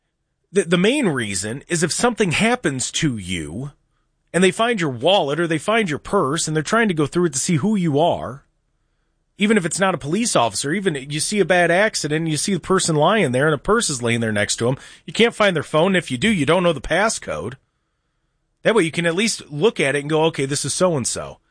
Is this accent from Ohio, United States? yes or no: yes; Ohio, United States; As an American, as an Ohioan, as somebody who lives in your county